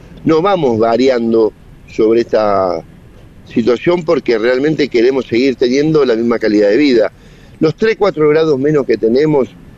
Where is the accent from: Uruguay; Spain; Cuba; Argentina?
Argentina; Rosario, Santa Fe; moved away; Por eso nos gusta mucho a todos los que vinimos de Rosario, hace muchos años o muchas décadas ya